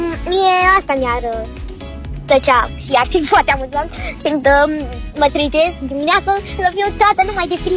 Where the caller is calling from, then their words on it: Iași, Iași County, Romania; din Iași, am 9 ani